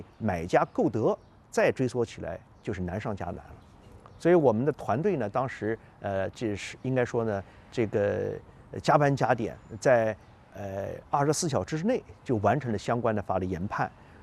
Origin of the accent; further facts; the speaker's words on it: China; 我们中国人一看到我们中国文物流失都希望它恨不得马上回来